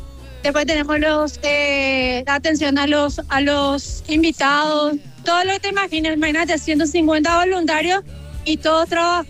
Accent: Cordillera, Paraguay; vengo del departamento de Cordillera, soy voluntaria de la Secretaría Nacional de la Juventud

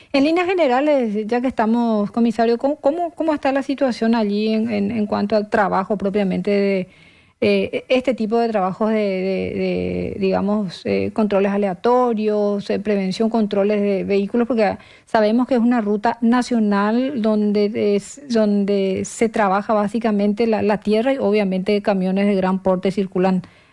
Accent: Canindeyú, Paraguay; yo soy de Canindeyú

